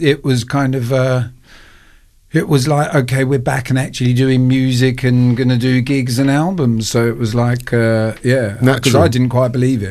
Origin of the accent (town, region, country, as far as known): United Kingdom